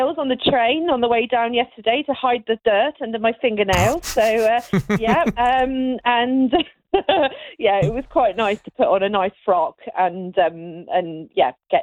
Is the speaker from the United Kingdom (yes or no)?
yes; South West England, United Kingdom; moved away as an adult; now in Northamptonshire, United Kingdom; So I grew up in the Cotswolds, and I joined Young Farmers when I was age 14